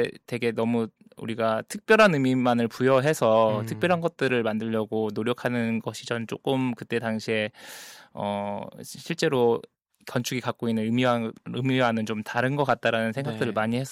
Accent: Jeonju, North Jeolla, South Korea; 예, 유년 시절을 보냈던 도시이기 때문에 네. 거의 마음의 고향이라고 볼 수 있죠. 전주로 내려가면서 네.

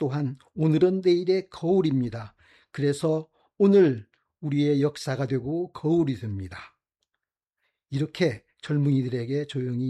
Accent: Jeonju, North Jeolla, South Korea; 내가 사랑하는 내 고향 전주에서 전북을 대표하는 국제 영화 문화축제의 장인 전주국제영화제 자원봉사 지부지기를 선발되어 활동하게 되었음이 더욱 자랑스럽습니다.

